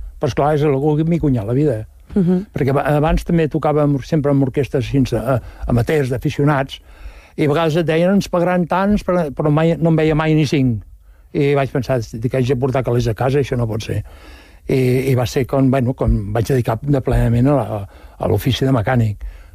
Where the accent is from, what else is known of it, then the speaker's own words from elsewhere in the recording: Mas Rampinyo, Catalonia, Spain; perquè soc de Mar Rampinyo, sabeu on és? Montcada Reixac, entre Montcada Reixac i la Llagosta hi ha Mar Rampinyo. Bueno, que tots eren pagesos abans.